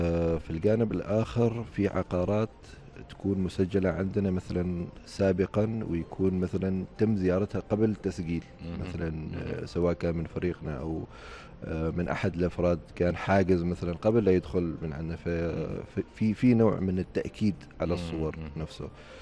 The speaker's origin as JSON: {"language": "Arabic", "country": "Oman", "said": "أنا اليوم كعماني"}